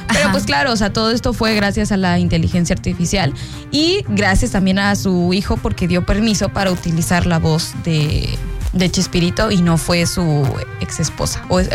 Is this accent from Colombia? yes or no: no; Mexico; lo que somos los mexicanos